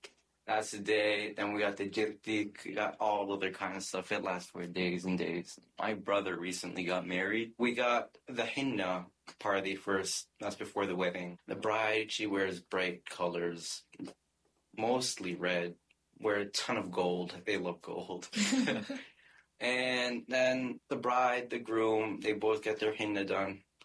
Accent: Sudan; English is a second language; now in Albany, United States; I am originally from Sudan, which is a country in Northeast Africa, and I came here for February 2021.

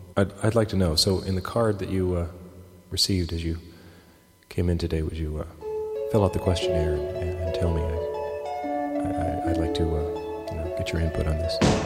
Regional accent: Hallam, United States; It's nice to be back in my hometown of Hallam, that town with a grumpy, prosaic, Republican-sounding name, like a squat horizontal building.

